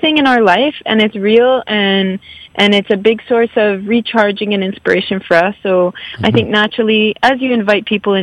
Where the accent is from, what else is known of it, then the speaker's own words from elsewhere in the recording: Sudbury, Ontario, Canada; So I grew up in Sudbury, just outside of Sudbury, and my mom is Francophone. Well, both my parents speak French, so we grew up Franco-Ontarian. And on my dad's side, I'm Wabanaki. Our family comes from a community called Odanak.